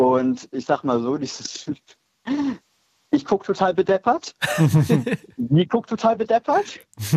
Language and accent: German; Solingen, North Rhine-Westphalia, Germany; Oh, also hier in meiner Heimatstadt, Solingen, da ist der CSD so ein bisschen gewachsen